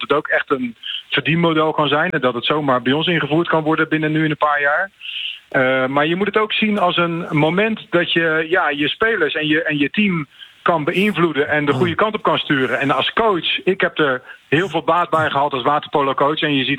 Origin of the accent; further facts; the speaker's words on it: Rotterdam, South Holland, Netherlands; Ik ben een Rotterdammer